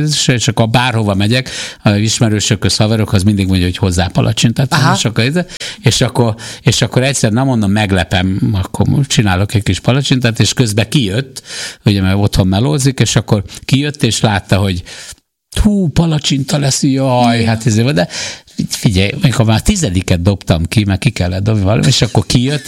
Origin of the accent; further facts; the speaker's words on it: Paks, Tolna, Hungary; born there; amikor fiatal voltam, akkor Pakson a birkacsárda előtt